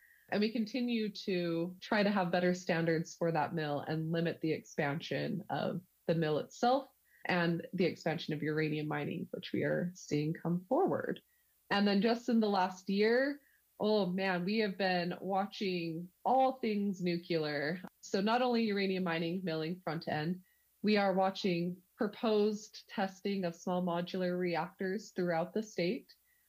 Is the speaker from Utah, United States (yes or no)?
yes; Utah, United States; First and foremost, I am born and raised in Utah.